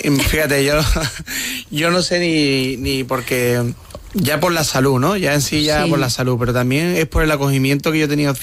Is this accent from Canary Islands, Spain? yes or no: no; Andalusia, Spain; now in Murcia, Spain; los vinos de mi tierra son fundamentales, o de los vinos andaluces en general